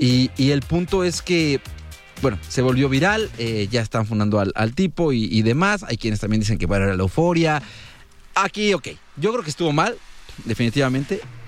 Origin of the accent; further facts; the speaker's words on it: Mexico; nosotros como mexicanos